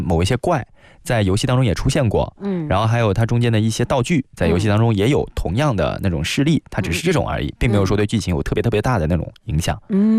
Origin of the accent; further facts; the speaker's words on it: Baoji, Shaanxi, China; 我老家是陕西宝鸡眉县的。